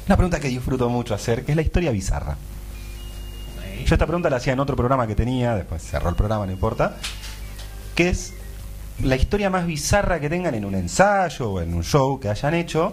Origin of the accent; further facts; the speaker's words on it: San Fernando, Buenos Aires Province, Argentina; yo soy de San Fernando